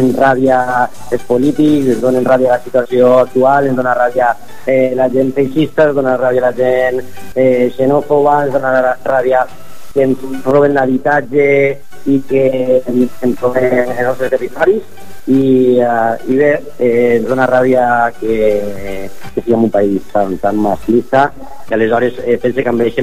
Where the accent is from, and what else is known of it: Valencian Community, Spain